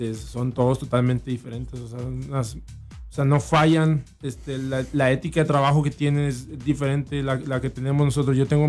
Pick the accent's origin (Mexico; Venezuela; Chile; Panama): Mexico; Camargo, Chihuahua; moved away as an adult; also born or lived in Ciudad Juárez, Mexico; Soy jugador de básquetbol. Soy un chihuahuense. Nací en Juárez, criado en Camargo.